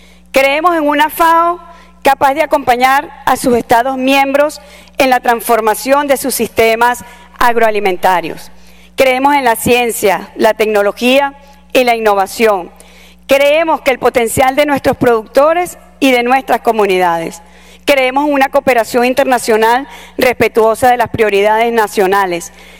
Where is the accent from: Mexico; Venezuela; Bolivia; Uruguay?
Venezuela; Vengo de Venezuela, un país que ha conocido la adversidad en todas sus dimensiones